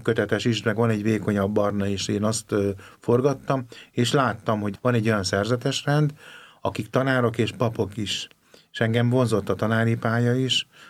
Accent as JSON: {"language": "Hungarian", "town": "Domoszló", "region": "Heves", "country": "Hungary", "tie": "born or raised there", "also_born_or_lived": "Gyöngyös", "said": "Mátra vidéki gyerek vagyok, Gyöngyösön születtem, és a Gyöngyöshöz közeli Domoszló nevű falucskában voltam gyerek, és ott nőttem föl, és ott egy ilyen hagyományos vallásosság van jelen."}